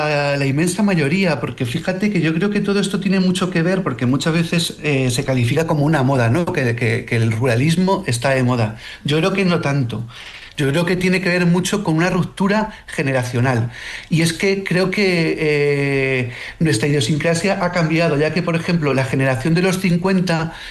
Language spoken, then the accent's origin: Spanish; Alcázar de San Juan, Castilla-La Mancha, Spain; yo, por ejemplo, soy de Alcázar de San Juan, un pueblo de Ciudad Real